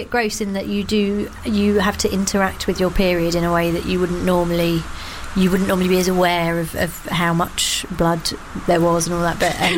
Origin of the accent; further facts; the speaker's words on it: United Kingdom; as British people